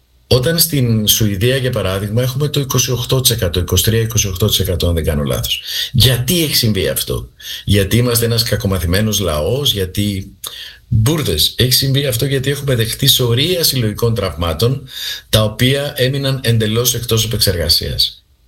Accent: Crete, Greece; now in Cyprus; Απ' την άλλη μεριά είμαι από την Κρήτη, η καταγωγή μου είναι από την Κρήτη. Κουβαλάω κι εγώ όλο το συλλογικό τραύμα από την ανάγκη της ένωσης της Κρήτης με τη μητέρα πατρίδα

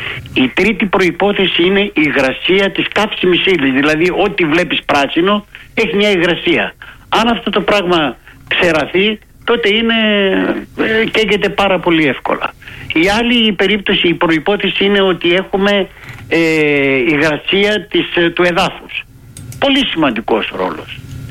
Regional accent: Eiriniko, Central Macedonia, Greece; Είμαι στο χωριό μου, στο Κλικής, λέγεται Ειρηνικό το χωριό. Εάν ήμουν στην Αθήνα, θα ήμασταν στο στούδιο μαζί.

